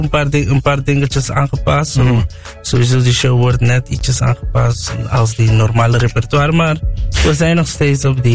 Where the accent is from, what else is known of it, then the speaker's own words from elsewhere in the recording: Bonaire, Caribbean Netherlands; ik ben van Bonaire, maar ik represent alle drie.